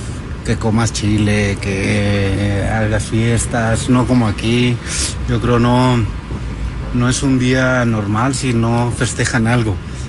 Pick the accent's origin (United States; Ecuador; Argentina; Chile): United States; Arizona; now in Mexico; crecí toda mi vida en Estados Unidos. Crecí toda mi vida en Arizona, apenas tengo pocos años aquí.